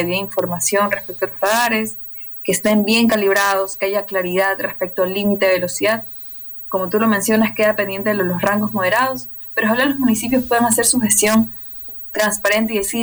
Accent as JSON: {"language": "Spanish", "town": "Guayaquil", "region": "Guayas", "country": "Ecuador", "said": "Te hablo de Guayaquil, que es mi ciudad."}